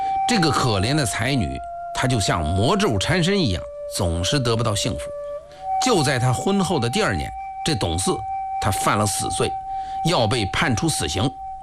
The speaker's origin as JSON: {"language": "Chinese", "country": "China", "said": "那是以我们中国人的名字命名的"}